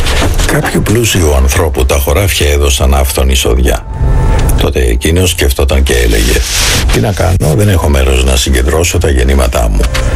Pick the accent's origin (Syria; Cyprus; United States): Syria; Greek is a second language; moved away; ο πατέρας μου έκανε πολλά καλά στην πατρίδα μου λόγω της δουλειάς του. Το όνομα του πατέρα μου έγινε πολύ γνωστό μέσα από το έργο του. Μια μέρα μπήκαν οι αντάρτες, οι φανατικοί Ισλαμιστές στο σπίτι μας, που βρισκόταν σε μια παραθαλάσσια μεσογειακή πόλη της Συρίας.